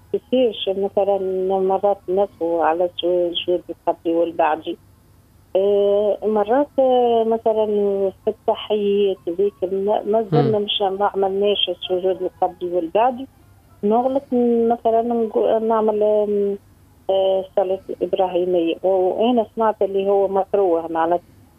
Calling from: Tunis, Tunis Governorate, Tunisia

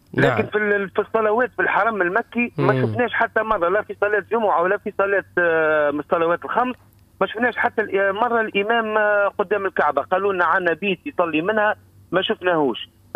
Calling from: Kelibia, Nabeul Governorate, Tunisia; من قليبيا.

